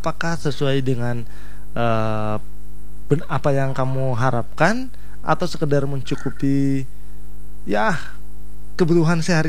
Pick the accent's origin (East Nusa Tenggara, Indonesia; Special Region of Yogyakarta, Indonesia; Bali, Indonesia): East Nusa Tenggara, Indonesia; Belu; now in Kupang, Indonesia; Wow, itu kampung saya tuh.